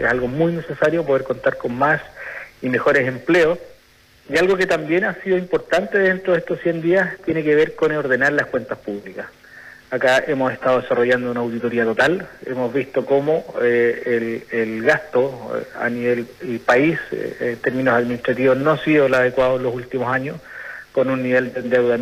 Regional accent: Chile

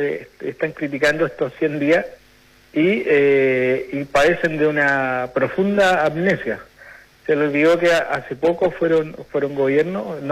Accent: Chile

